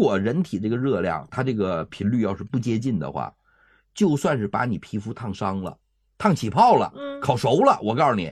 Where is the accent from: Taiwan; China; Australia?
China; 对，所以说这个我们中国人呢，就是造这个字和发音都有很大的关系。